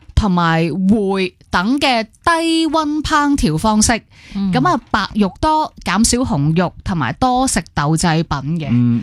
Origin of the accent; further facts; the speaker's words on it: Hong Kong; 我哋香港人